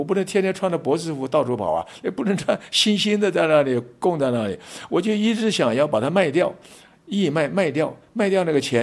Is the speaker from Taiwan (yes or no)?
yes; Taiwan; 他晓得我从台湾来的